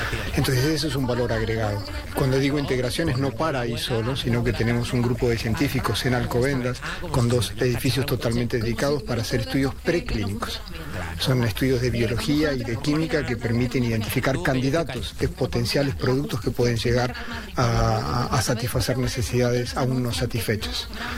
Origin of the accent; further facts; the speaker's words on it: Argentina; also born or lived in Brazil / China; Como argentino, viví 5 años en Brasil, Brasil y Argentina tienen mucha rivalidad deportiva.